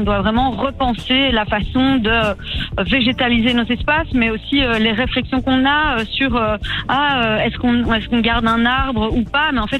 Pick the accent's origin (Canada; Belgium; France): Belgium; Brussels, Brussels-Capital Region; en tant que bruxelloise